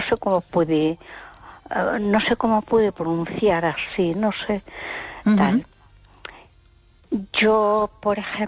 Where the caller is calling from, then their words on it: A Coruña, Galicia, Spain; de Coruña.